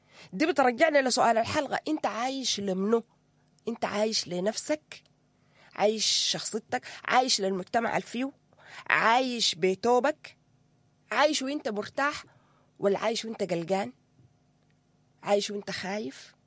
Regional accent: Sudan; احنا كمجتمع سوداني

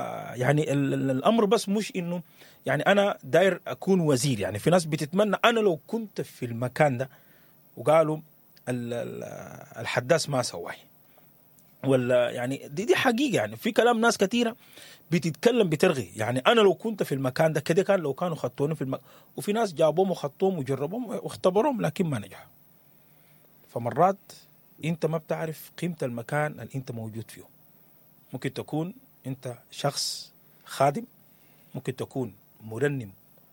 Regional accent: Sudan

